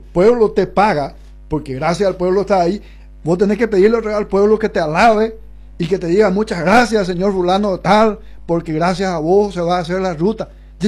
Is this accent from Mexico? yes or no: no; Paraguay; Como paraguayo te digo eso.